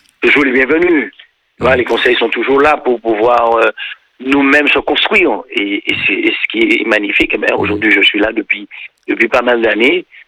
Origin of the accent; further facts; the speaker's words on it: Saint-Claude, Guadeloupe; now in near Paris, France; je suis né à Saint-Claude. Moi, je suis un vrai Saint-Claudien. J'habitais tout en bas de la Soufrière.